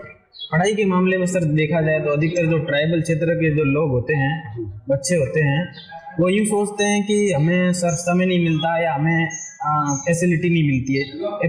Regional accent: Amli, Rajasthan, India; और मैं पिनवाड़ा तहसील के आमली गांव का रहने वाला हूं और मेरी जो स्कूली शिक्षा है वो पिनवाड़ा से ही हुई है

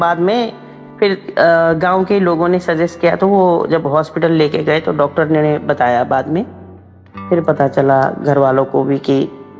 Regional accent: Uttarakhand, India; now in Delhi, India; और मैं बेसिकली उत्तराखंड की रहने वाली हूँ

